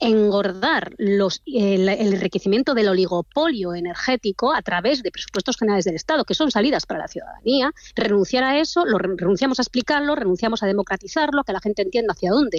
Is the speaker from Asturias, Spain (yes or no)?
yes; Asturias, Spain; Yo soy de origen asturiano, ¿qué quiere que le explique?